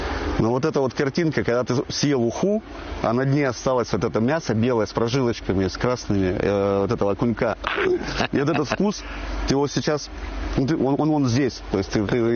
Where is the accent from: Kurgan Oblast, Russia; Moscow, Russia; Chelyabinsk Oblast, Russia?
Kurgan Oblast, Russia; Kurgan; Я родом из Кургана. Вот, а родня у меня, мама у меня из села Глядянское, это в Курганской области, 80 километров от Кургана.